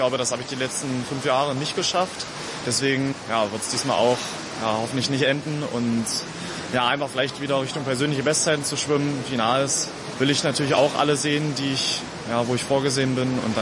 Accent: Magdeburg, Saxony-Anhalt, Germany; Klar, Magdeburg ist meine Heimat, da ist man eigentlich immer am liebsten

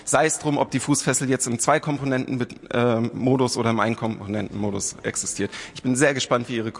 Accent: Bavaria, Germany; ich komme auch aus Bayern.

